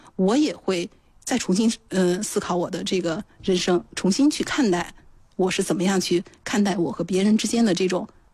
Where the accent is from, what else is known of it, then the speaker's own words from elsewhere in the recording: China; 这也是我觉得作为中国人的一种福利吧